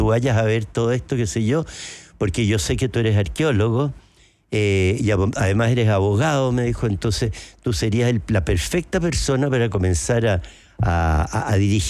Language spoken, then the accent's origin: Spanish; Chile; Todos somos indígenas los chilenos, somos todos, tenemos sangre indígena. Yo me hice el examen de ADN, qué sé yo, y tengo un 20% más o menos de sangre.